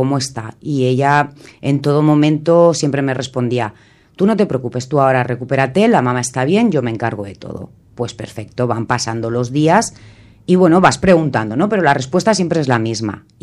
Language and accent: Spanish; Montornès del Vallès, Catalonia, Spain; Y Montornés, ¿qué ha significado para mí? ¿Qué significa? Pues es mi pueblo. Yo me crié aquí, nací aquí, me casé aquí, tuve mis hijos aquí, trabajaba en Montornés, o sea, es mi pueblo